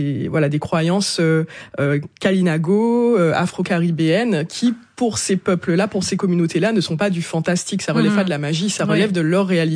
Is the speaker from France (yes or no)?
yes; Martinique, France; Non, moi je suis née en Martinique, j'ai grandi en Martinique, contrairement à ce personnage.